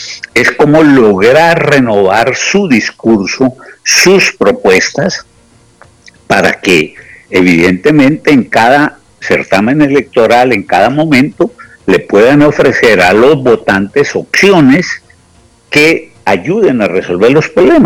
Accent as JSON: {"language": "Spanish", "country": "Colombia"}